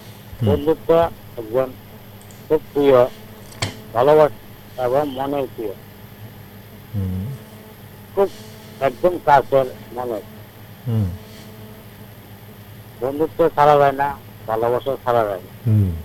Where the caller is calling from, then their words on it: Agartala, Tripura, India; এখানে আমার বাড়ি হলো অভয়নগর।